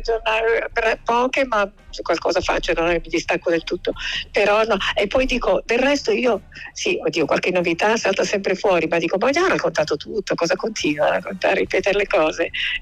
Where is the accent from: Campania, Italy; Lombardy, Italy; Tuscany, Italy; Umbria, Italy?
Lombardy, Italy; born there; moved away as an adult; also born or lived in Milan / Sardinia; sono nata fuori Milano e anch'io ho avuto quella libertà da bambina che non avrei avuto a Milano, poi i miei si sono ritrasferiti